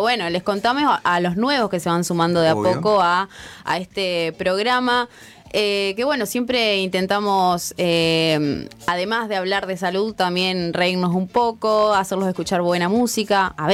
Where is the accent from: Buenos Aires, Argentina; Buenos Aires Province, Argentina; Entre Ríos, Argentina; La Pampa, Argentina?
Entre Ríos, Argentina; San Jaime de la Frontera; también desde mi pueblo, desde San Jaime de la Frontera 92.3 FM Ayer.